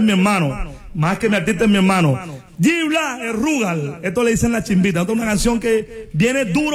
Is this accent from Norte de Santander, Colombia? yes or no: no; Bayunca, Bolívar, Colombia; Y se viene la fiesta de mi pueblo en Bayunca de 12 al 15 de junio.